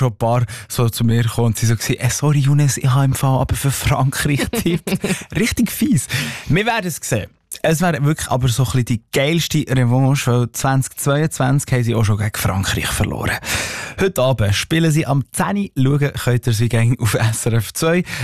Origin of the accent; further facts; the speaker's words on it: Morocco; als Marokkaner sage ich da natürlich Dimam Kreb